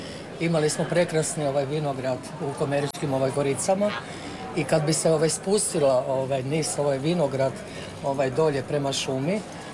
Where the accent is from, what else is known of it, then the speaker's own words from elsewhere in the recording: Buševec, Zagreb County, Croatia; O, predivno, to je puno, puno dalje od mog mjesta. Ja sam naime iz Buševca.